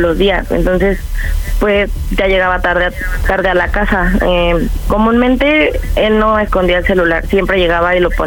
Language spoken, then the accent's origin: Spanish; Venustiano Carranza, Mexico; 31 años y soy de Venustiano Carranza.